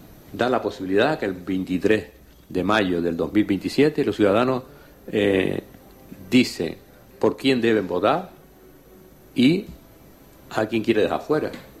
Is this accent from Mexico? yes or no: no; Canary Islands, Spain; No digo que los canarios ya no tengamos planificación.